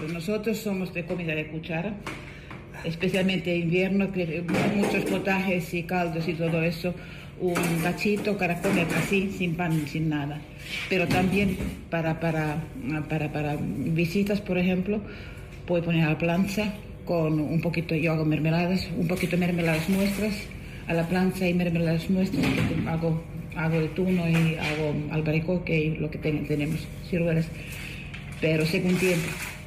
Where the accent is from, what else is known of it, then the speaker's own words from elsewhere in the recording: Helsinki, Uusimaa, Finland; Spanish is a second language; now in Tunte, Spain; Casi, casi. Casi, casi, se confunde. Yo soy de Finlandia.